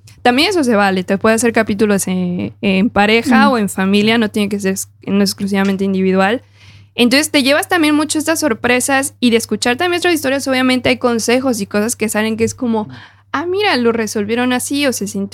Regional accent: Aguascalientes, Mexico; Bueno, yo soy hidrocálida, yo soy de Aguascalientes.

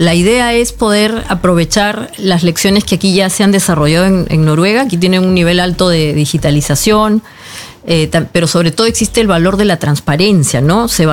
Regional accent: Peru; Bueno, en verdad, siempre es una oportunidad para poder esto acercarse a la tierra donde uno nació, ¿no?

